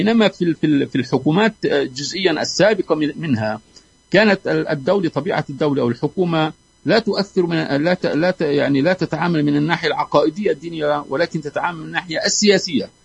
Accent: Palestine; الانتخابات هامة وهامة جدا بالنسبة لنا كفلسطينيين

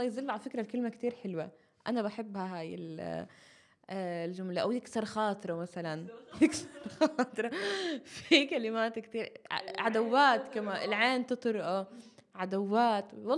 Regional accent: Nablus, West Bank, Palestine

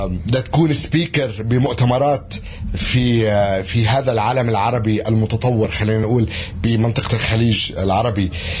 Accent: Palestine; بفتخر أكيد بفلسطينيتي لما أنا أروح، أنا فلسطيني بمثل بلدي

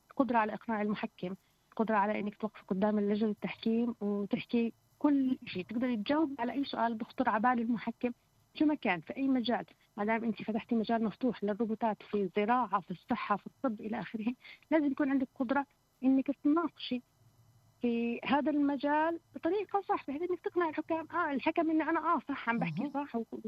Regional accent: Palestine; إحنا كفلسطينيين شعب بنحب الحياة

